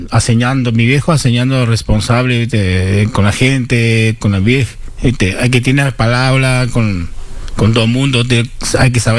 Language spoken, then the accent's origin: Spanish; Uruguay; Y de Uruguay hay muchas cosas, como yo digo, yo soy uruguayo